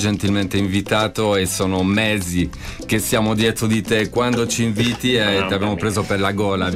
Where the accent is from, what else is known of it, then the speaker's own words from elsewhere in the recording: Geneva, Switzerland; moved away; Io venivo dalla Svizzera, da Ginevra, origine spagnolo